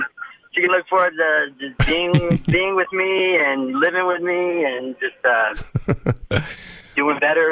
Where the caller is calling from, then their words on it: Las Vegas, Nevada, United States; Las Vegas, Nevada.